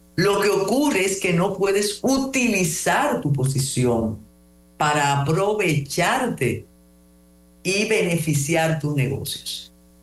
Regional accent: Puerto Plata, Dominican Republic; de mi pueblo, de Puerto Plata

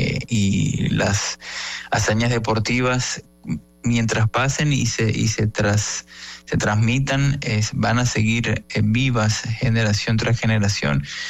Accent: Dominican Republic

